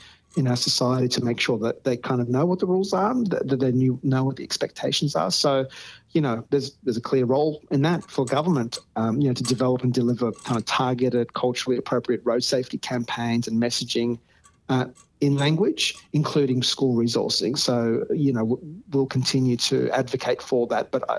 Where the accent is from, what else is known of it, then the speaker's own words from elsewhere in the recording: Australia; born there; also born or lived in Iran; I was born in Iran, came to Australia, you know, when I was seven.